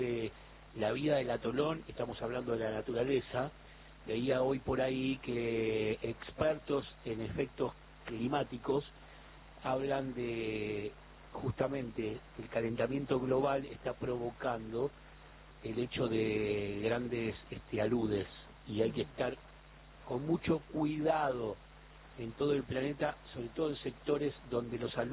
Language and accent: Spanish; Argentina